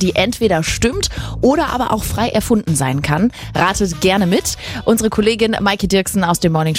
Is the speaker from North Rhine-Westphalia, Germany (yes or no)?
yes; Ahaus, North Rhine-Westphalia, Germany; und ich komme aus Ahaus.